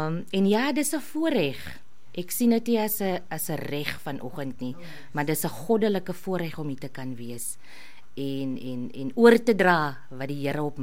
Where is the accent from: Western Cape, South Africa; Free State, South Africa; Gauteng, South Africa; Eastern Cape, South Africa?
Western Cape, South Africa; Pacaltsdorp; ek is 'n enkelmama van 6 pragtige seuns. Ek is van Pakkelsdorp, ek dien by AGS Pakkelsdorp